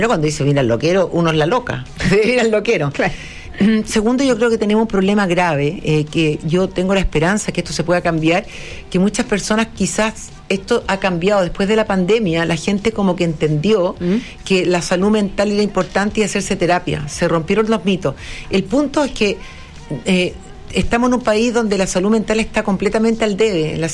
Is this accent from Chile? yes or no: yes; Chile